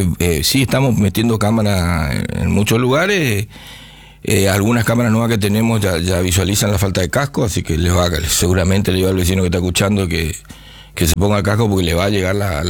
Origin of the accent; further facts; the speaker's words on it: Argentina; Y yo me incluyo, sí, somos bromados los argentinos como ciudadanos, yo me incluyo.